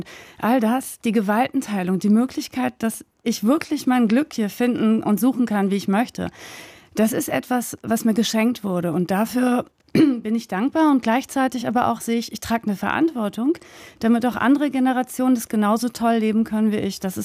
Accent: Germany; first language German; meine Muttersprache ist halt Deutsch, als Deutsche wahrgenommen

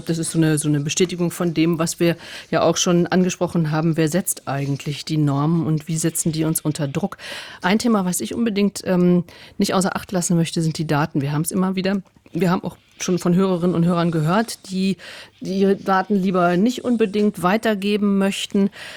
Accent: East Germany, Germany; Ich bin 1969 geboren und im Osten Deutschlands sozialisiert.

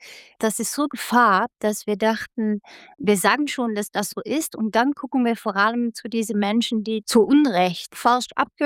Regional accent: Netherlands; German is a second language; moved away as an adult; Ich komme ja aus den Niederlanden

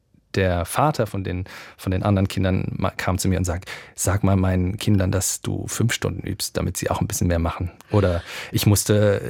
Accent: Alsfeld, Hesse, Germany; born or raised there; also born or lived in Berlin

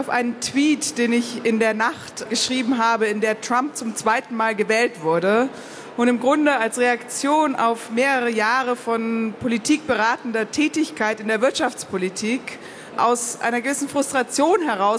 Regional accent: Nuremberg, Bavaria, Germany; Ich bin in Nürnberg aufgewachsen und für mich war es eigentlich klar als Kind und als Jugendliche, dass antifaschistisch zu sein meine erste Bürgerpflicht war

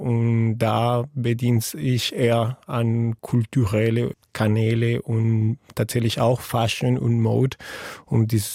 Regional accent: Colombia; das ist tatsächlich auch, wo ich herkomme. Wandbilder und Muralismus in Kolumbien hat eine riesige Rolle gespielt.

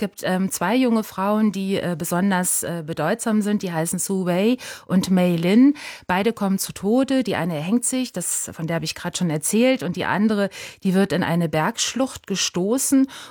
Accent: Germany

